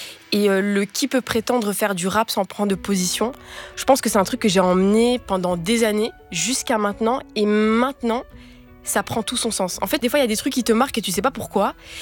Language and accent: French; Brussels, Belgium; born there; Comme vous le savez, je suis belge, je suis née à Bruxelles, de père congolais, de mère belge.